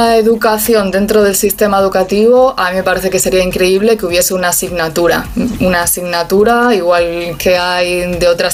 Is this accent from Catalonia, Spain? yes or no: no; Galicia, Spain; now in Málaga, Spain; ahora mismo estoy en Málaga, pero yo soy de Galicia